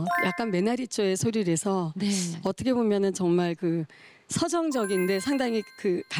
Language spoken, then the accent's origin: Korean; Seoul, South Korea; 전 서울 토박입니다.